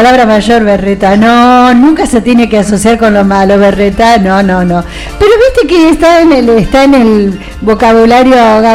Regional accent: Carcaraña, Santa Fe, Argentina; Salúdenme, que yo vengo de Carcaraña.

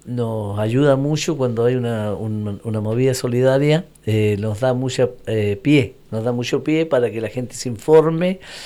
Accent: Chile

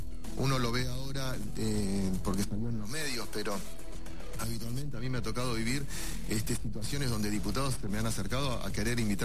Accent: Santa Cruz, Argentina; vengo de la provincia de Santa Cruz, vivo en Río Gallegos.

